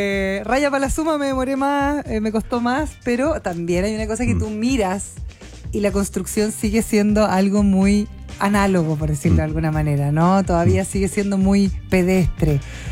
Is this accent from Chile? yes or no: yes; Osorno, Los Lagos, Chile; yo soy nacida y criada en Osorno, un lugar muy frío, muy lluvioso, y la mayoría de las casas eran de madera.